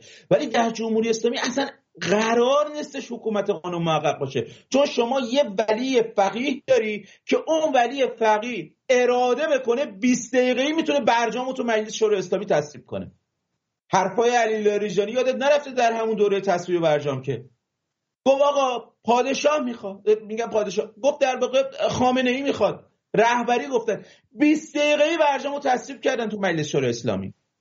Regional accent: Mazandaran, Iran; من حالا تو ذکر کردی به من چون بچه مازندرانم، این مازندرانی ها واقعا ناخواسته صداشون میره بالا.

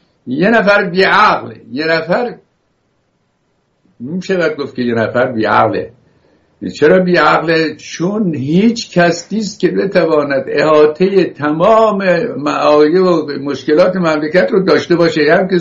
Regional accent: Iran; moved away as an adult; now in United States

